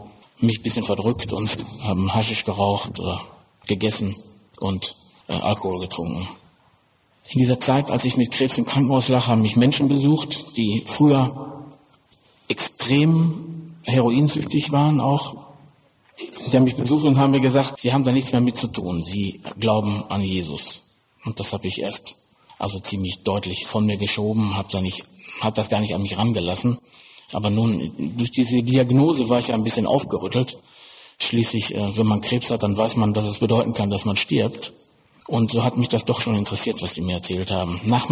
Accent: North Rhine-Westphalia, Germany; born or raised there

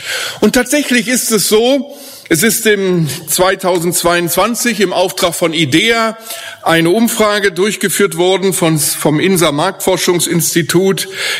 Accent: Germany; Und als Deutscher schäme ich mich auch ein wenig.

